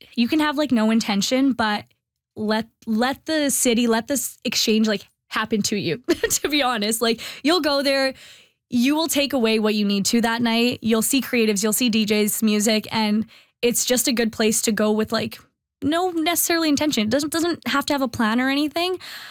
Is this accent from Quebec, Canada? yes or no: no; Winnipeg, Manitoba, Canada; But finding First Fridays was something that made even just the weekends here in my hometown like more enjoyable.